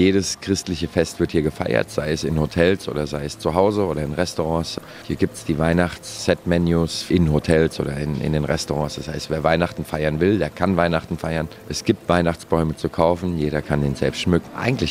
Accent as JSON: {"language": "German", "country": "Germany", "moved": "yes", "lives_now": "Thailand", "said": "als Deutscher"}